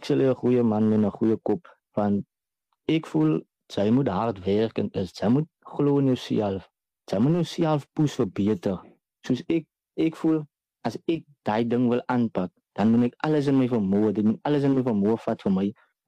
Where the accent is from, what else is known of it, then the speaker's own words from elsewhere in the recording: Lamberts Bay, Western Cape, South Africa; ek is oorspronkelijk van Lammersbaai en een ding van my wat nou uitstaan is, ek is 'n jong man